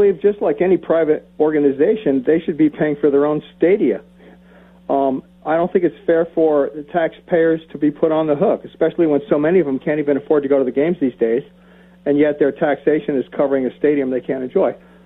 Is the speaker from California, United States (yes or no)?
no; New York, United States; I've been a Trailblazers fan, actually, even when I came here from New York.